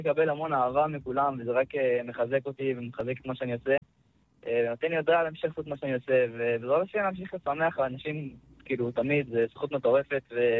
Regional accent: Shilo, Judea and Samaria Area, Israel; גדלנו ביישוב שילה, בשומרון. אני ועוד שתי אחים.

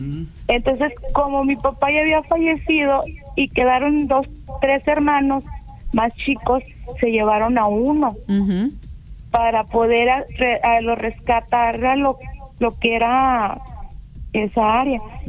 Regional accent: Mexico; aunque somos mexicanos y no vivimos allá

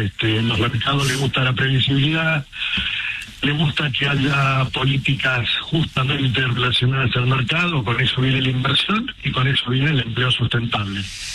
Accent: Argentina; Entonces, tendríamos que valorar, y mucho como argentinos, cómo estamos posicionados hoy

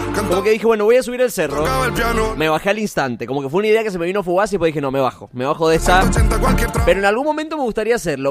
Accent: San Martín, Mendoza, Argentina; moved away as an adult; now in Mendoza, Argentina; yo soy de San Martín, ustedes saben. Cuando empecé la facultad acá en Ciudad de Mendoza, me enteré que la palabra enllavar muchos no la conocen. Y ahí me enteré que enllavar es una palabra más sanmartiniana.

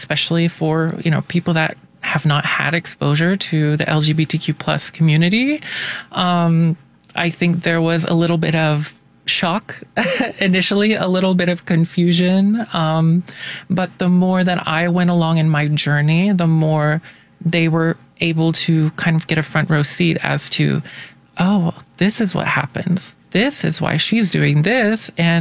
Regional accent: Athens, Tennessee, United States; moved away as an adult; now in Chicago, United States; I originally am from rural East Tennessee. Tiny little town called Athens.

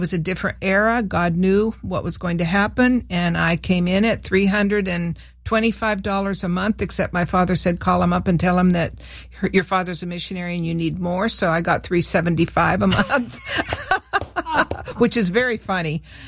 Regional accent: Peru; I had never learned Spanish formally. I was born and raised in Peru, but it was interesting.

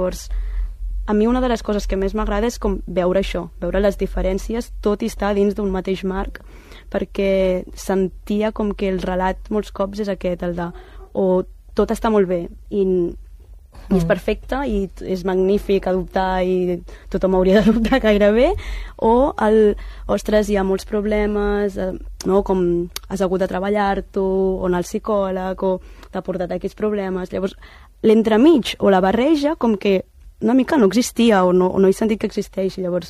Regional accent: Tarragona, Catalonia, Spain; A més, som de Tarragona, havíem d'anar a Reus, vull dir, doble, la hispanyora.

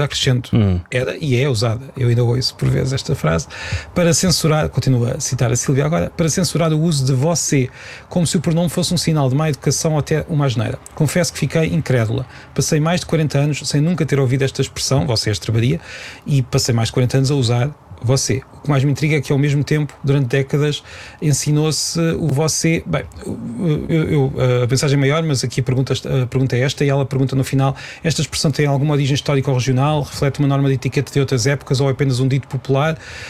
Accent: Peniche, Leiria, Portugal; ter uma colega que eu sabia, porque era da minha terra, que usava você com muita frequência, porque em Peniche é perfeitamente habitual

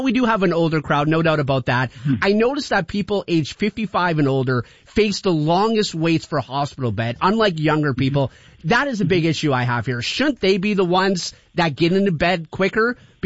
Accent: Canada; You know, as a Canadian, we shouldn't be waiting 14 hours in an ER in extreme pain.

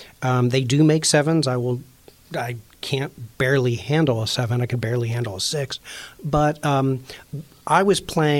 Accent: Pittsburgh, Pennsylvania, United States; I grew up in Greenfield.

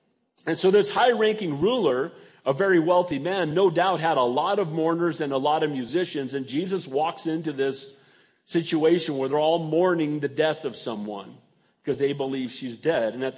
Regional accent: San Bernardino, California, United States; born there; I said, you know, I was born in San Bernardino.

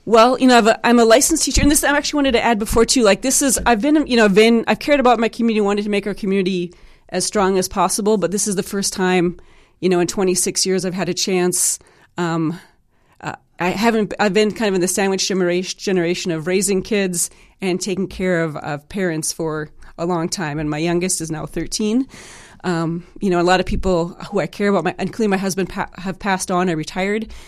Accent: Twin Cities, Minnesota, United States; also born or lived in Berlin, Germany; Sure. Well, so I was born in the Twin Cities, but when I was a baby, my family moved to Berlin, Germany, because my dad worked for a computer company that opened a branch office there.

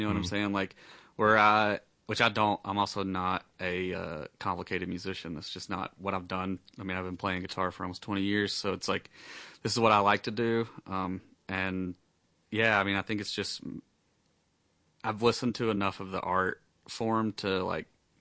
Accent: Calhoun, Georgia, United States; no, I'm from Calhoun. Calhoun. Fairmount, Georgia. Rural North Georgia. Yeah, lived there. Or I grew up there

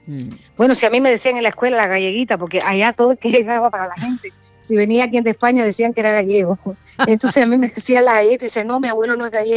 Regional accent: Cuba; now in Spain; mi tierra natal, a Cuba, a mi Cuba.

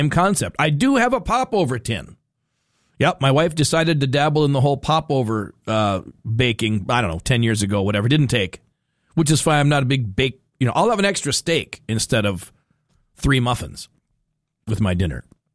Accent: North Dakota, United States; Because I grew up in North Dakota. Granted, I could see Minnesota from my house.

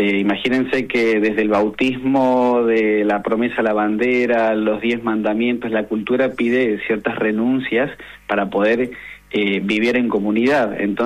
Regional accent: Argentina

